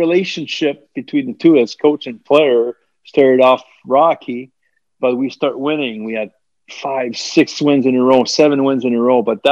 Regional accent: Montreal, Quebec, Canada; Yeah, well, like I said, I was a kid from Montreal

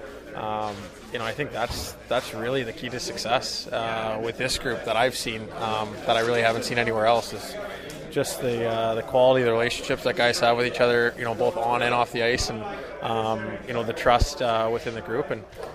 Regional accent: Vancouver, British Columbia, Canada; growing up in Vancouver, I always look forward to going to Canucks games

